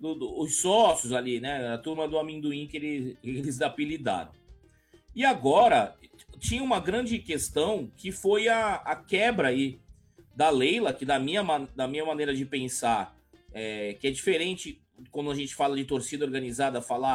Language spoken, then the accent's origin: Portuguese; Brazil; now in Chapecó, Brazil; Eu falo a gente que eu também sou brasileiro, né?